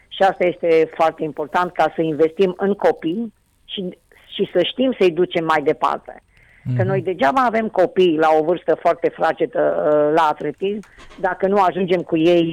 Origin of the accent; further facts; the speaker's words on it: Romania; Noi ne împotrivim ca și români